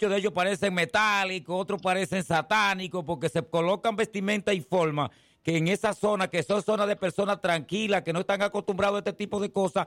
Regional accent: Dominican Republic; para que nosotros los dominicanos podamos recibir

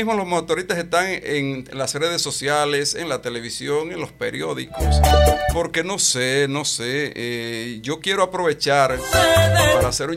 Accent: Sánchez, Samaná, Dominican Republic; gente buena de Sánchez, mi tierra, no la niego, y no la niego, mi tierra, Sánchez, pescado, coco, agricultura, ganadería, muelle

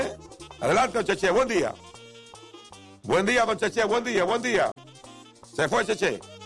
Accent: Dominican Republic; Somos dominicanos.

